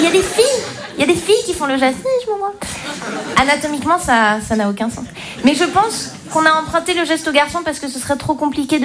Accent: Switzerland; Moi, je suis Suisse. Et donc, comme je viens pas d'ici

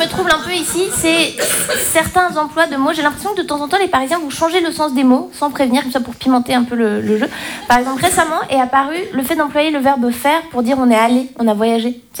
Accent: Romandy, Switzerland; first language French; moi je viens de Suisse romande, chez moi on parle français, mais en même temps on n'a pas la même psychologie que les Français.

